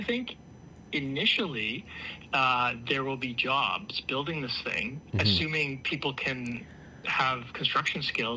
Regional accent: Canada; as a Canadian citizen

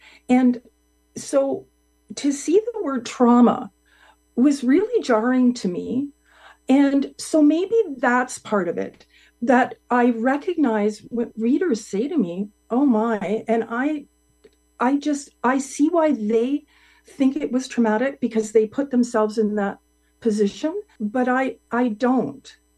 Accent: Scotland, United Kingdom; I'm Scottish

